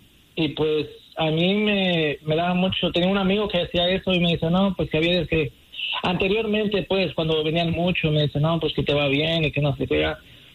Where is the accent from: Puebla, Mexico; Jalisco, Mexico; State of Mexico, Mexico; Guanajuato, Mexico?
Puebla, Mexico; moved away; Pues mira, yo soy de México, de la... Bueno … soy de la ciudad de Puebla. Y estoy aquí desde el 2007, un tiempo que llegué para acá a trabajar en restaurante